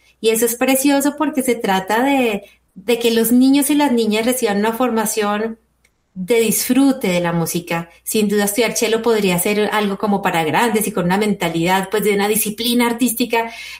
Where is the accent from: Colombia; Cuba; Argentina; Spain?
Colombia; es súper bonito de ver cómo hay una identidad como colombianos en los repertorios